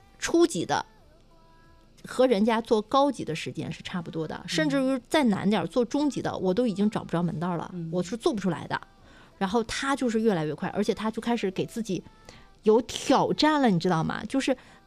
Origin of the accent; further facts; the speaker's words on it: China; 我们中国人是比较含蓄的哈